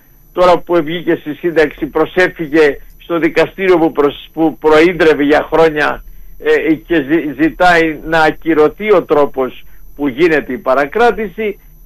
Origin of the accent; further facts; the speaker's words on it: Western Greece, Greece; moved away; από την ιδιαίτερη πατρίδα μου, από την Ηλία